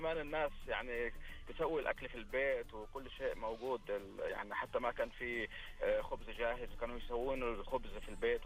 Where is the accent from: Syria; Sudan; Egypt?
Egypt; moved away; وأنا من الديرة أو من قرية جنب يعني في مصر، كنا نروح أحيانا الحقل والغيط